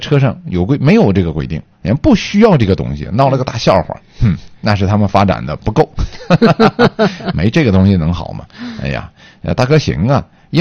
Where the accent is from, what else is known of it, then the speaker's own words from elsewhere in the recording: Changchun, Jilin, China; accent: Northeastern (Dongbei); 我们是吉林的，吉林长春的，到这边带着孩子来溜达